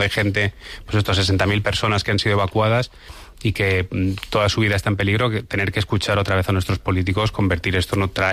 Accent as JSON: {"language": "Spanish", "region": "Valencian Community", "country": "Spain", "said": "O sea, yo recuerdo, soy valenciano, recuerdo en La Dana"}